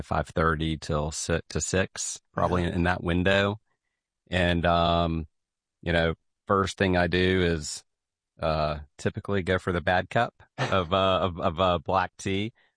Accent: Lufkin, Texas, United States; You know, we grew up in Lufkin City.

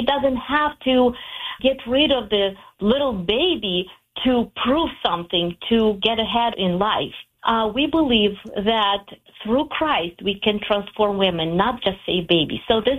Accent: Ukraine; English is a second language; They invited me to come back to Ukraine. When I went back, I realized that my home country is pretty much women doing abortion as a method of prevention pregnancy.

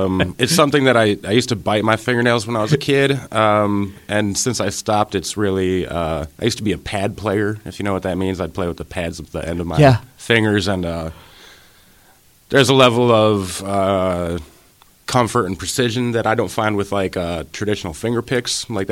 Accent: Ohio, United States; I'm from Cleveland. I grew up outside of Cleveland in a really small little town right on Lake Erie, which I'm living back in again now.

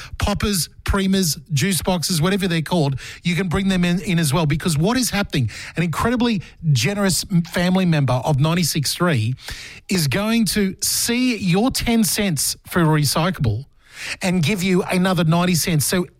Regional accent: Queensland, Australia; you know, I grew up in Queensland, so we call them poppers.

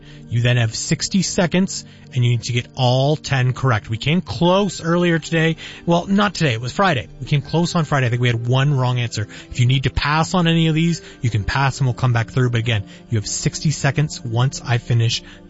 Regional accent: Hamilton, Ontario, Canada; Coming up after the break, we're going to talk about some news coming out of my hometown, Hamilton.

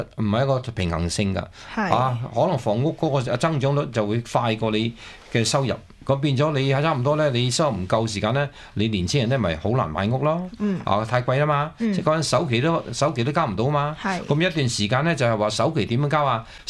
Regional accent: China; 真係我哋中國人嘅

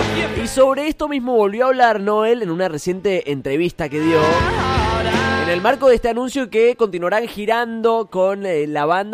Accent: Argentina

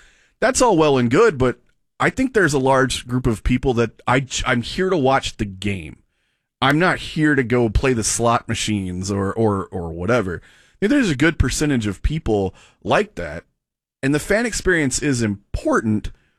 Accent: Johnson County, Texas, United States; Because I grew up in Johnson County. As far away from the American Airlines Center I could be.

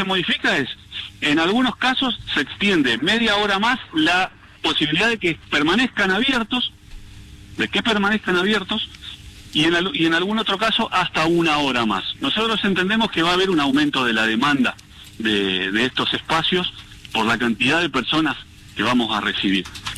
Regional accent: Santa Fe, Argentina; yo como santafesino, como orgulloso santafesino, vecino de mi barrio del Centenario

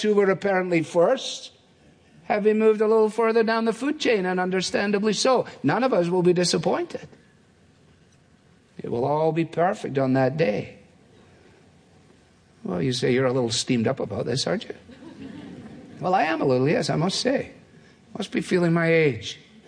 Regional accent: Scotland, United Kingdom; As a Scotsman, it appeals to me.

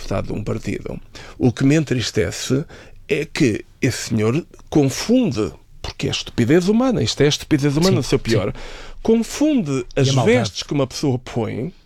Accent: Portugal

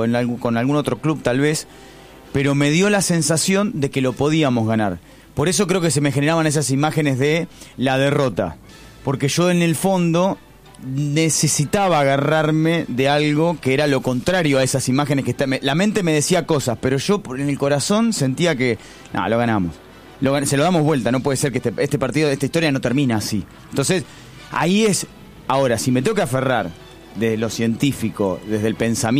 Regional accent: Argentina; nosotros las entendemos como argentinos por haber salido de esos potreros

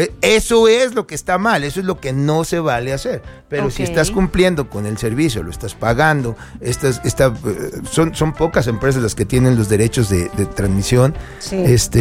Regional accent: Mexico

